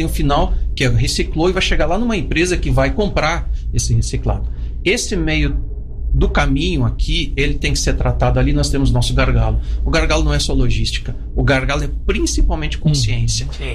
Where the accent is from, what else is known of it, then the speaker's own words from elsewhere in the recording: Rio Grande do Sul, Brazil; now in Goiânia, Brazil; aqui no Centro-Oeste, Goiânia, eu sou do Sul, sou do Rio Grande do Sul, né? Sim. Optei por vir para cá